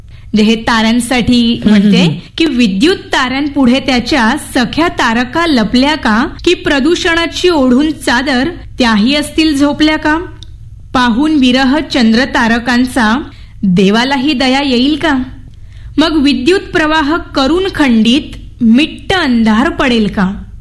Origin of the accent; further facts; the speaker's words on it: Devgad, Maharashtra, India; now in Mumbai, India; मी मूळची देवगडची आहे, तर गावी कसं निरभ्र आकाश आपल्याला पाहायला मिळतं